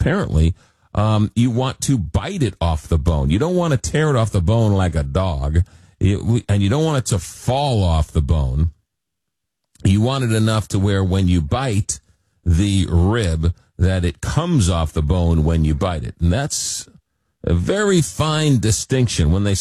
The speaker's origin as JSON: {"language": "English", "region": "East Coast", "country": "United States", "tie": "born or raised there", "lives_now": "St. Louis, United States", "said": "I didn't know what barbecue was growing up on the East Coast. I had to come to St. Louis in the Midwest to learn what good barbecue was all about."}